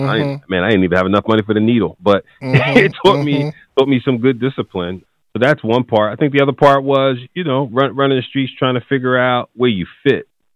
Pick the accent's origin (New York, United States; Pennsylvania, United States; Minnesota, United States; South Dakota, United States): Pennsylvania, United States; Philadelphia; Well, you know, North Philly was tough back then. Athens Butler was considered at that time, man, the drug capital of the world, at least the United States. And I was one of those kids, I think, not unlike many, that had a rough childhood